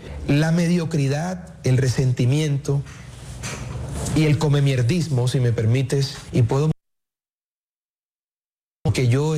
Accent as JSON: {"language": "Spanish", "town": "Montería", "region": "Córdoba", "country": "Colombia", "lives_now": "Bogotá, Colombia", "said": "Yo cero cachaco, ¿eh? Yo soy costeño."}